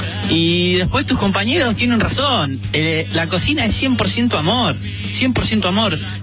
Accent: Comodoro Rivadavia, Chubut, Argentina; Hola chicos … de Comodoro

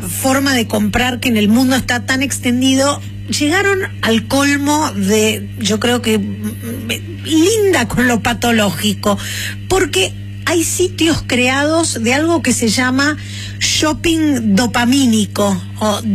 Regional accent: Argentina; como argentinos, no lo llevamos haciendo hace tanto tiempo.

